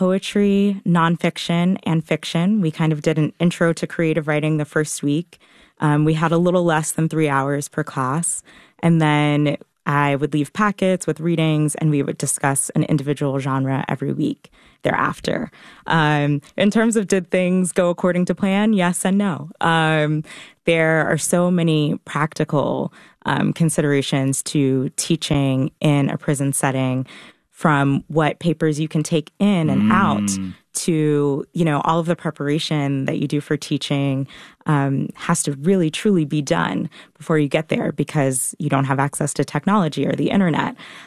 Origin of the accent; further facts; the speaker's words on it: North Carolina, United States; because I'm from North Carolina. My mom is from North Carolina.